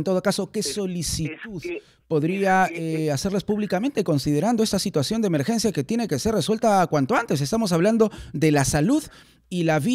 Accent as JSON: {"language": "Spanish", "country": "Peru", "said": "Estamos orgullosos de ti como peruanos."}